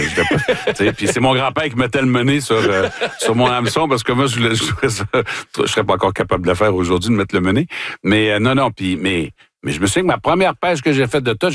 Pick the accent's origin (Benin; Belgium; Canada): Canada; Sorel, Quebec; Oui, parce que moi, j'ai grandi à Sorel. Puis c'est un endroit où je me sentais pas toujours bien.